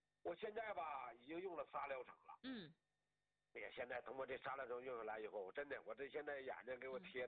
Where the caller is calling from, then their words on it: Changchun, Jilin, China; 郑老师，我家是长春的。